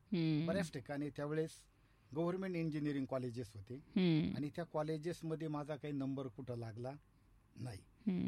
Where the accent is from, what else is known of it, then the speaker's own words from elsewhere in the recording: Hasnapur, Maharashtra, India; मी proper Shevgaon तालुक्यातला हसनापूर गाव हे जे म्हणजे आवर्षण प्रवण क्षेत्रात मोडणारं गाव आहे आणि ऊस तोडणी कामगारांचा मुलगा आहे.